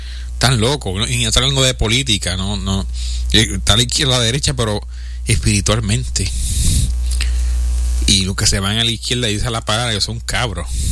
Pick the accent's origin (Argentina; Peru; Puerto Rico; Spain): Puerto Rico; Predicando la moral en calzoncillos, vulgarmente, como dicen en mi país, Puerto Rico.